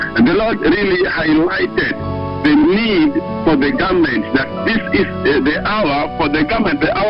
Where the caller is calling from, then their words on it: Nairobi, Kenya; I'm calling you from Nairobi, in Saba altar.